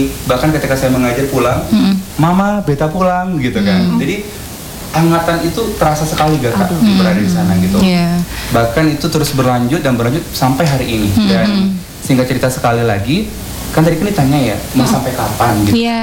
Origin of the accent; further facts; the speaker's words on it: Sumatra, Indonesia; moved away; saya kan dari Sumatera, tiba-tiba saya ke Jawa